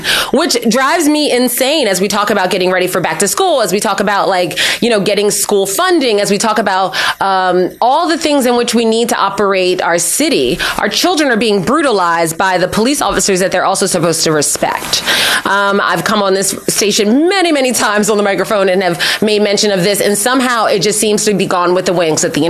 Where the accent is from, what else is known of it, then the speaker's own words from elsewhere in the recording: Philadelphia, Pennsylvania, United States; I'm born and raised in Philadelphia. I love it here. I call myself a townie proudly.